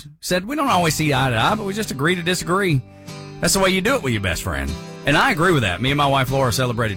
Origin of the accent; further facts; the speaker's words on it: Georgia, United States; have something in common. We're both from Georgia